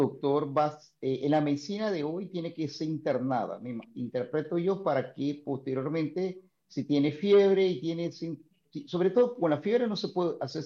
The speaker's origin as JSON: {"language": "Spanish", "country": "Panama", "said": "usted sabe cómo somos los panameños"}